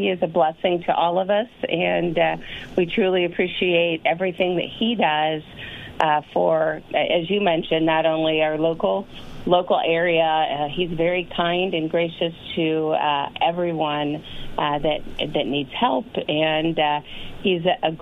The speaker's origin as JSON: {"language": "English", "town": "Fort Wayne", "region": "Indiana", "country": "United States", "tie": "born or raised there", "moved": "yes", "said": "And now 2026, we are back in my hometown, Fort Wayne, Indiana."}